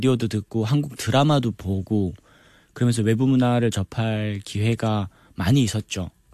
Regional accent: Chongjin, North Hamgyong, North Korea; now in Seoul, South Korea; 저는 함경북도 청진에서 태어나서 살다가 2009년부터 대한민국 서울에 살고 있는

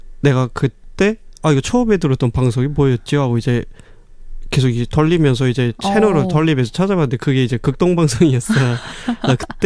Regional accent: North Korea; now in South Korea; 제가 지금 현재 남한에서 살고 있는 이제 청년으로서 이제 제가 제 고향을 상상해 보면

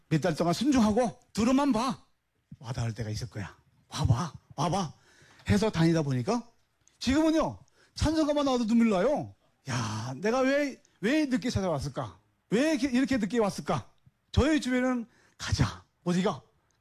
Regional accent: North Korea; moved away as an adult; now in South Korea; 난 북한 놈 맞아 그렇게 폭로해 버렸어요.

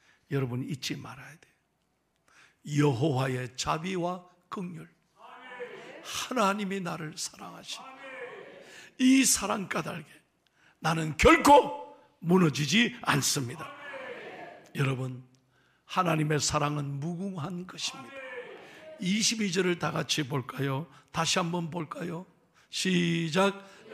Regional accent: Busan, South Korea; also born or lived in United States; now in Pohang, South Korea; 저는요 평생 바닷가에서 태어나서 부산 영도가 제 영 아일랜드, 영도가 제 고향이에요. 바닷가를 보고 자랐어. 그리고 저는 17년 미국에서 태평양 바다를 보고 살았어요.

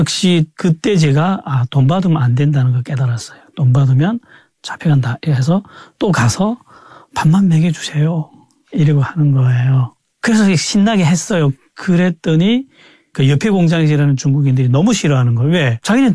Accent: Chongjin, North Hamgyong, North Korea; moved away as an adult; 제가 집이 청진이거든요.

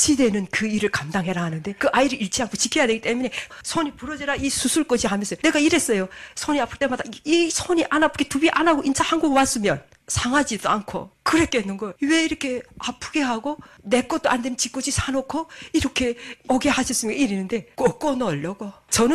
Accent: North Korea; moved away as an adult; now in South Korea

